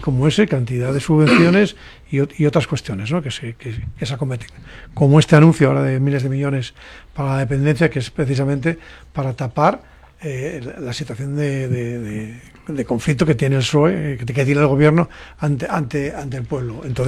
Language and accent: Spanish; Spain; yo, como muchos españoles de bien